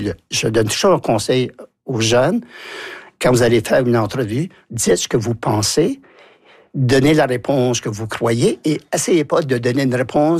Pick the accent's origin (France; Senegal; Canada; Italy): Canada; accent: Canadian; Ah, il y a un accent canadien.